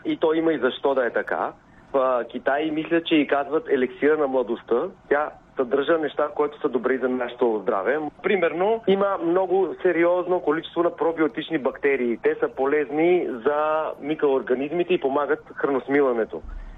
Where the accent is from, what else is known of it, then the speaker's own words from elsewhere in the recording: North Macedonia; moved away as an adult; now in Sofia, Bulgaria; Здравейте … Преди 20 години съм дошъл от Македония да следвам в София и си останах. Хареса ми в България, тук създадох семейство